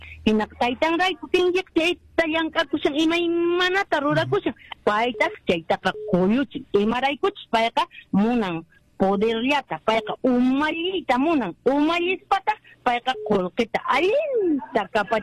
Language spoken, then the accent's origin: Spanish; Puno, Peru; A ver, en quechua lo voy a explicar, señor Hernán, porque yo soy de Puno, entonces yo hablo perfectamente el quechua.